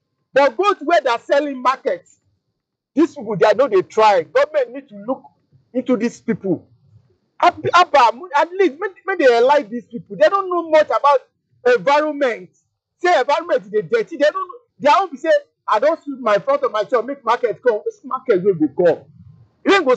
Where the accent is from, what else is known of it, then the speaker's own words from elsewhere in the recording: Nigeria; I'm part of Nigeria. I'm a Nigerian, I'm part of everybody.